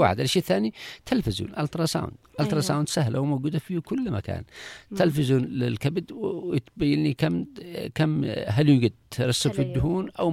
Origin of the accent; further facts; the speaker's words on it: Yemen; عندنا في اليمن أيضا معنا باقي معنا أيضا بالهارسيا،